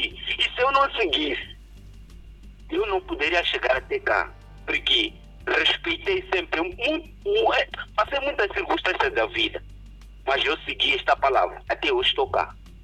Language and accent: Portuguese; Gilé district, Zambezia, Mozambique; eu sou da Zambésia, do distrito de Gelé